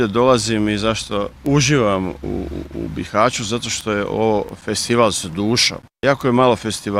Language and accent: Croatian; Croatia; kod nas u Hrvatskoj